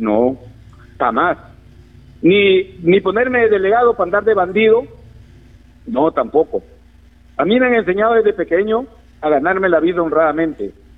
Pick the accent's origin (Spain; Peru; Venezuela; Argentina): Peru; Olmos, Lambayeque; Y acá tienen a un paisano de Olmos